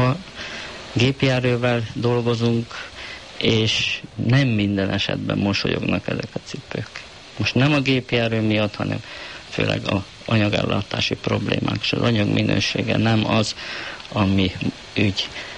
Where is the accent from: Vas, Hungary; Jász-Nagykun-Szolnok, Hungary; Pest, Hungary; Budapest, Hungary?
Vas, Hungary; born there; also born or lived in Szombathely; én itt Szombathelyen érettségiztem. Hazafele kerékpárra mentem, ez olyan 30 kilométer a szülőfalumhoz